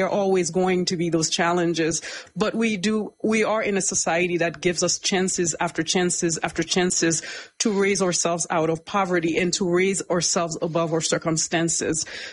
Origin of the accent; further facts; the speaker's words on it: Florida, United States; also born or lived in Haiti; I was born in Haiti, grew up in Florida. I came to this country with my parents when I was about 14 years old.